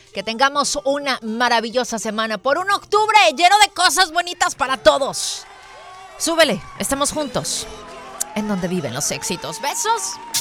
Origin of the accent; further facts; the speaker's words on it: Mexico City, Mexico; A ver, pero yo soy de Ciudad de México y yo sí le pongo el limoncito a la cochinita, lo siento.